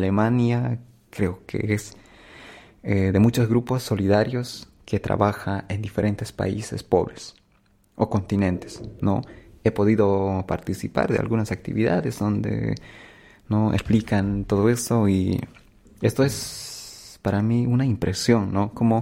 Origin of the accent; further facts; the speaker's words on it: Bolivia; mi familia y los bolivianos